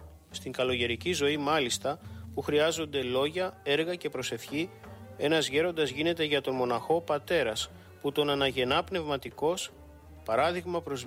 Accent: Chios, North Aegean, Greece; also born or lived in Çeşme; Γεννήθηκα στον Τσεσμέ, Κρίνη κατά το Ελληνικόν, της Μικράς Ασίας, απέναντι από την Χίο. Δεν έζησα όμως καθόλου εκεί. Μουρουδάκι με πήρε η μάνα μου στον πρώτο διωγμό το 1914 και ήλθαμε στη Χίο.

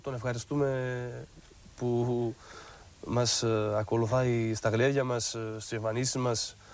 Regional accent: Crete, Greece; Καταρχήν, Αναστασία μου, να σε καλωσορίσω στο χωριό μου.

